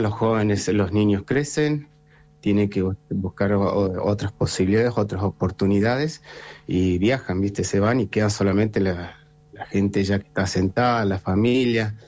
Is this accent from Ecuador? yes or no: no; Cholila, Chubut, Argentina; Yo soy de Cholila, soy nativo de Cholila, y así que sé lo que es la ruralidad